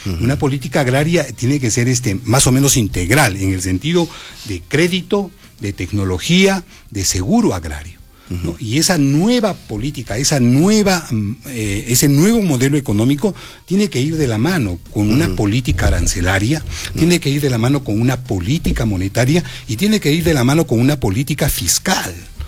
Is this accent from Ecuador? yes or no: no; Peru